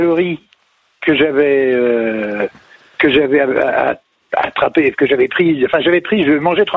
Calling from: Rougé, Pays de la Loire, France; Je suis à Rouget. J'ai déménagé, mais je suis toujours à Rouget. En Loire-Atlantique.

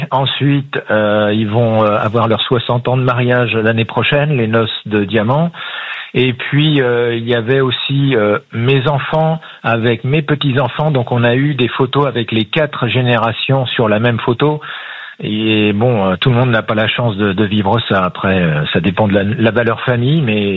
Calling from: Nantes, Pays de la Loire, France; Alors je suis à Nantes.

